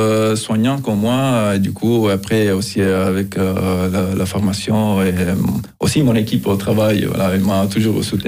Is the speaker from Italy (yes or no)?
yes; Sicily, Italy; French is a second language; Moi déjà je viens du sud de l'Italie, de la Sicile. Déjà le climat c'est beaucoup différent.